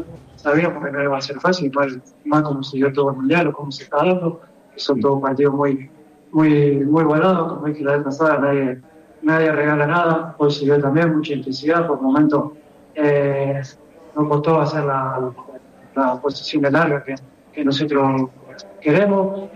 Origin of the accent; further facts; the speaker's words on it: Argentina; somos Argentina y siempre vamos buscando los partidos de cualquier rival